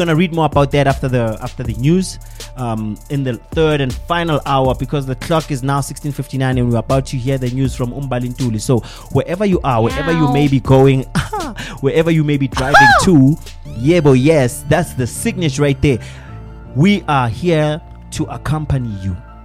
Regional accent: Daveyton, Gauteng, South Africa; I'm from Davidson, just so you know. Ne? Yeah, it's in the east of Ekurhuleni, east of Joburg. Yeah, it's a smaller Yana hood, you know? Yeah, a lot of things happen there. That's where I'm from.

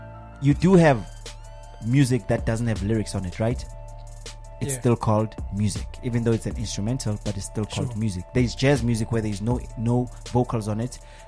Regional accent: Ekurhuleni, Gauteng, South Africa; You and I are from Ekurhuleni. It's in the East Rand. Yeah. In the East of Joburg.

